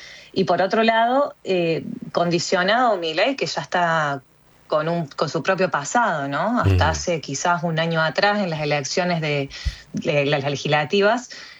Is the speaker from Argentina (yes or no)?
yes; Córdoba, Argentina; soy cordobesa